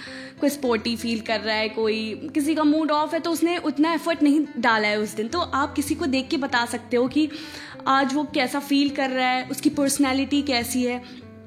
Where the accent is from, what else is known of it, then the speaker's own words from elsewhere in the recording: Bihar, India; मैं बिहार से बिलोंग करती हूँ।